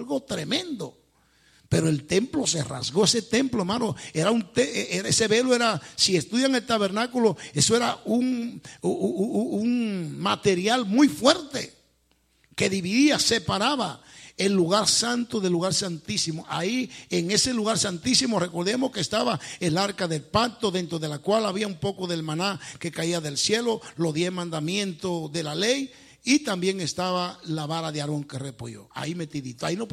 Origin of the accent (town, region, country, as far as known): Dominican Republic; moved away